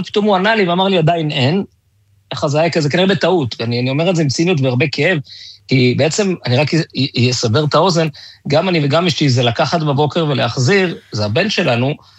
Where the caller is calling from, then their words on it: Bnei Brak, Tel Aviv District, Israel; אנחנו תושבי בני ברק